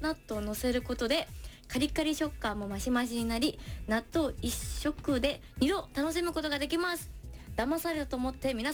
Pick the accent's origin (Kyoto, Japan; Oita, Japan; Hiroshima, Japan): Hiroshima, Japan; 僕の出身広島からご紹介させてください。